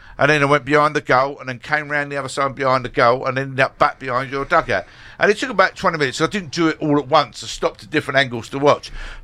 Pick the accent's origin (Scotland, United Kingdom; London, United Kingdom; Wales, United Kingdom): London, United Kingdom; moved away; I'm sitting here as a Londoner